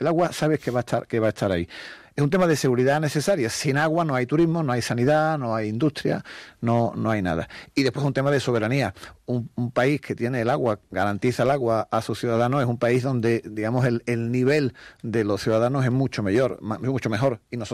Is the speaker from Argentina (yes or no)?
no; Spain